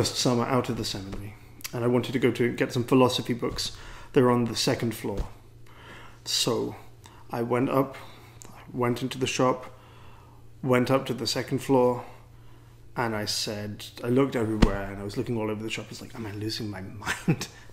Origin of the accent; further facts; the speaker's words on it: England, United Kingdom; accent: English; now in United States; I'm from England originally, and I hope that I have retained my English accent.